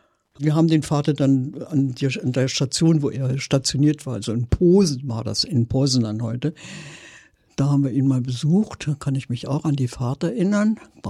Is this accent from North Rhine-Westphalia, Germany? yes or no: no; Berlin, Germany; In Berlin. Ich bin Berliner, mit Spreewasser getauft.